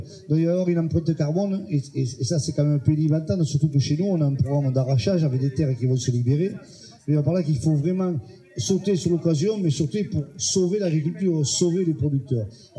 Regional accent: Pézenas, Occitanie, France; chez nous, à Pézenas

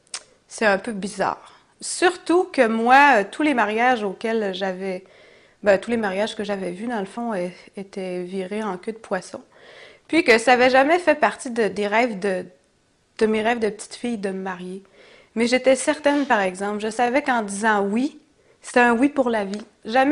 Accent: Saguenay, Quebec, Canada; moved away as an adult; j'étais seule dans cette région-là parce que je venais du Saguenay, puis j'étais à Québec, mon chum n'avait pas de famille là non plus, j'étais toute seule.

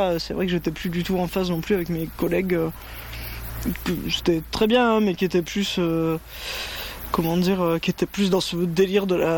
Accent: Pyrenees, France; accent: Parisian; Pyrénées, ça représente ma région natale, malgré mon accent parisien, parce que mes parents sont jurassiens. Et j'ai pas du tout pris l'accent d'ici, moi j'ai pris l'accent de mes parents. Donc je suis né dans les Pyrénées, donc j'ai toujours connu les Pyrénées.

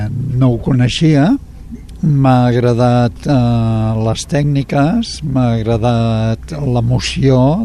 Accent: Barcelona, Catalonia, Spain; Jo soc de Barcelona.

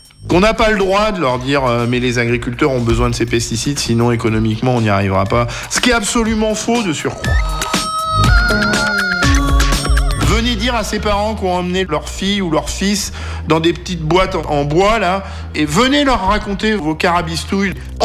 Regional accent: Nouvelle-Aquitaine, France; Ici, localement, on m'appellerait un galop-chenot, hein, dans le dialecte local. Moi, je suis né ici, dans le Marais, sur une zone de plaine aussi, et je suis né là, je suis tombé dedans quand j'étais petit.

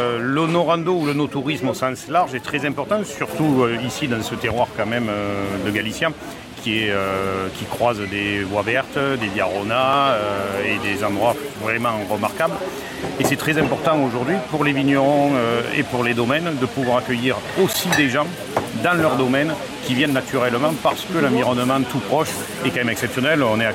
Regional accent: Occitanie, France; Et quel plus bel endroit peut-être que le Midi de la France et chez nous en Costière de Nîmes que de trinquer avec des copains

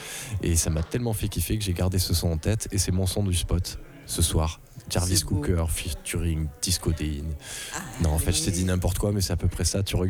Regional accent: Nîmes, Occitanie, France; Oula, nous, on est de Nîmes.

